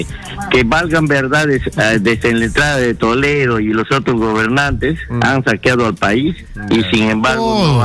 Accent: Iquitos, Loreto, Peru; also born or lived in Lima / Trujillo; now in Yurimaguas, Peru; Pues soy natural de Iquitos, pero he trabajado en Lima, Trujillo, y queriendo buscar dónde puedo vivir, en qué parte del Perú, y bueno, me quedé aquí en Yurimaguas porque vi una ciudad muy pequeña, pero de corazón grande

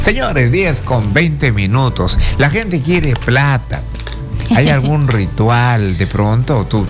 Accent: Peru; Y no importa si somos de Perú

